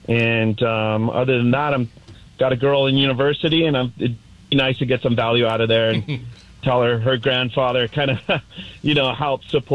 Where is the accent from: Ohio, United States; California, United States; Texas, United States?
California, United States; Well, they came from Whittier, and I was in Southern California. I grew up in Southern California